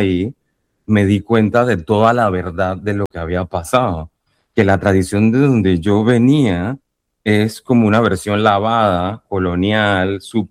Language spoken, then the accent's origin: Spanish; Panama; born or raised there